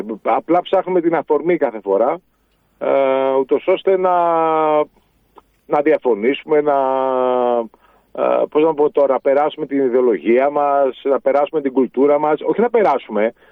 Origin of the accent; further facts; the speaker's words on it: Greece; ως Έλληνες